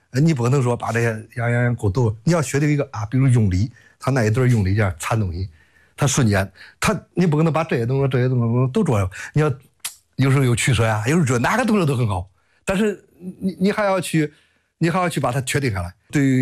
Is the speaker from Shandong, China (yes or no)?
yes; Dongming, Shandong, China; 像这种就是用咱的黄河泥土，咱故乡的泥土啊，塑造咱故乡的故事